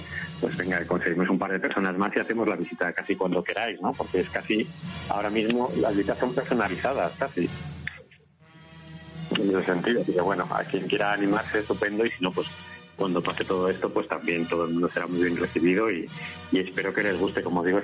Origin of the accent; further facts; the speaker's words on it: Salamanca, Castile and León, Spain; yo la verdad es que suelo ir mucho porque, como digo, soy de Salamanca